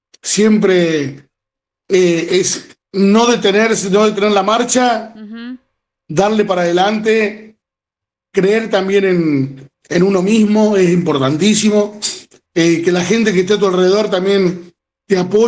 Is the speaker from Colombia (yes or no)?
no; Argentina; now in Córdoba, Argentina; cuando yo me voy de la Babulalle, de mi pueblo, para venir acá a Córdoba